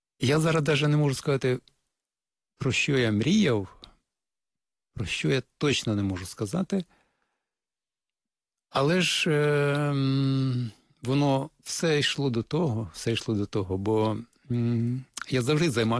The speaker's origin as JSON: {"language": "Ukrainian", "town": "Hrebinky", "region": "Kyiv Oblast", "country": "Ukraine", "tie": "born there", "said": "Народився під Києвом в Гребінках."}